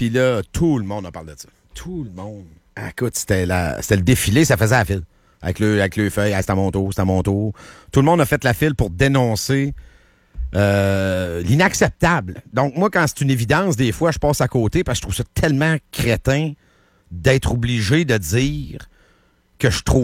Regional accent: Quebec, Canada; mais en même temps, je viens d'une région du Québec.

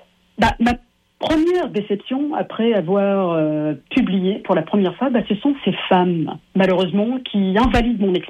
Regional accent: Morocco; born there; Je suis née au Maroc, mon papa est marocain, ma mère est sri-lankaise. Tous les deux se sont rencontrés en URSS à Odessa, qui est maintenant en Ukraine. Et puis, ils ont décidé de mener leur vie ici, au Québec, après avoir vécu quelques années au Maroc.

